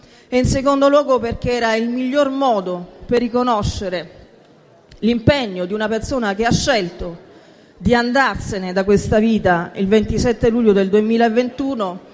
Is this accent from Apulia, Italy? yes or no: yes; Apulia, Italy; Concludo da salentina